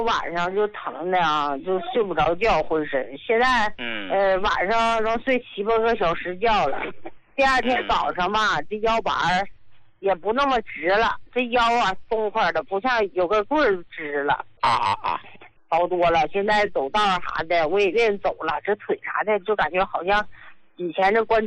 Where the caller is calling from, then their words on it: Heilongjiang, China; 我是黑龙江的。